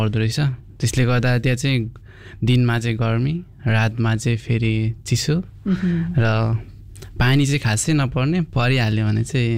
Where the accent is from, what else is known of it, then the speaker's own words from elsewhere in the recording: Ilam, Koshi Province, Nepal; मेरो चाहिँ इलाम हो।